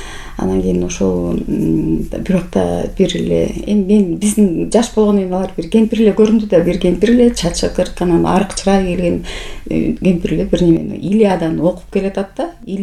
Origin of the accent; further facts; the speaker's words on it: Kyzyl-Askar, Bishkek, Kyrgyzstan; also born or lived in Sokuluk; Мен мектепте окуй элек болчумун. Ошол учурда көчүп келдик да. Кызыл аскерде чоң энемде келдим.